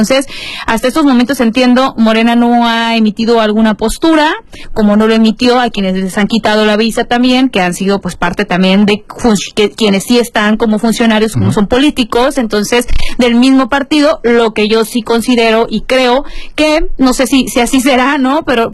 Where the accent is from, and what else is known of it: Mexico